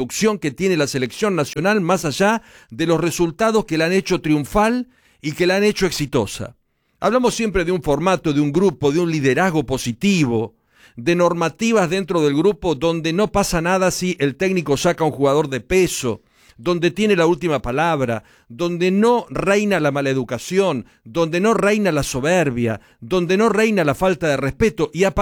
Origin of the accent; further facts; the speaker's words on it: Argentina; somos futboleros y por sobre todas las cosas somos argentinos